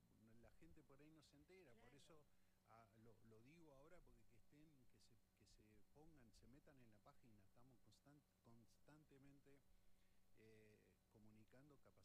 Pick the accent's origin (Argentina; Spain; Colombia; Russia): Argentina; Neuquén; also born or lived in San Rafael, Mendoza; Soy neuquino, conocí el Álamo.